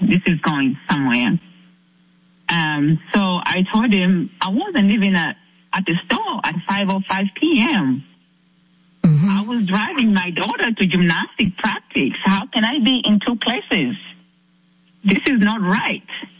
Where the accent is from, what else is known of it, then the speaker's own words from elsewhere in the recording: Zambia; now in United States; I'm not a U.S. citizen. I'm from Zambia, Africa.